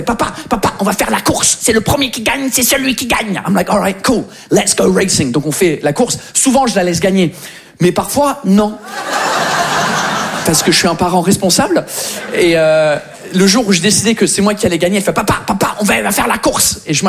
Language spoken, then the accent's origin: French; England, United Kingdom; French is a second language; now in France; je suis anglais. Ça fait 15 ans que je suis là. Ça fait 15 ans que j'essaye de maîtriser votre langue.